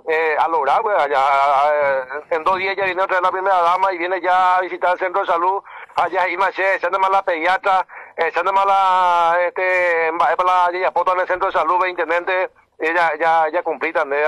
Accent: Caapucú, Paraguarí, Paraguay; el pedido para mi pueblo de Capucú.

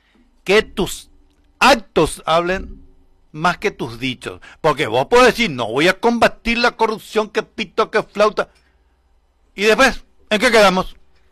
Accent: Paraguay; mi pueblo, que es el Paraguay

